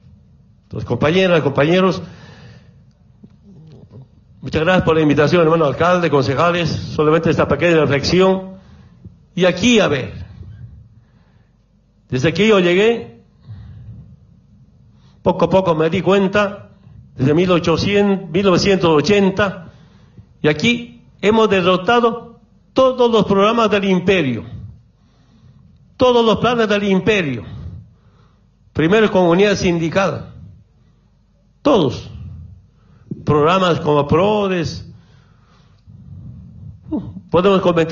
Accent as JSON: {"language": "Spanish", "town": "Orinoca", "region": "Oruro", "country": "Bolivia", "tie": "born or raised there", "said": "Cuando era niño, en Orinoca"}